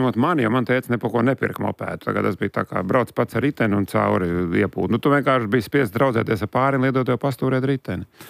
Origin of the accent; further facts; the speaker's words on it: Baltezers, Ādaži Municipality, Latvia; Nē, es esmu no Baltezeres. Viss dzīves Baltezerā, jūties tā kā ne šur, ne tur.